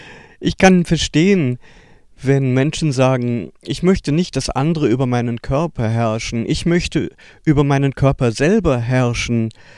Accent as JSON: {"language": "German", "region": "Baden-Württemberg", "country": "Germany", "tie": "born there", "said": "Ich bin ein Kind von Mitte der 60er Jahre, geboren in Westdeutschland im Schwarzwald, gar nicht allzu lange nach der Zeit des NS-Regimes, 20 Jahre später."}